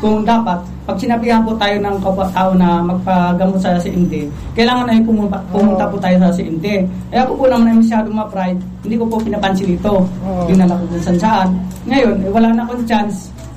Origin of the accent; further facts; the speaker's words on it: Mansalay, Mimaropa, Philippines; Ako po ay nakauwi sa Balugo, Mansalay, Oriental Mindoro po.